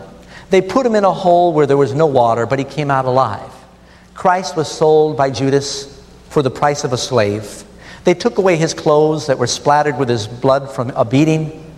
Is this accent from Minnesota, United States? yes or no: no; New York City, New York, United States; Now, when I grew up here in New York City, My father and mother divorced when I was 3 years old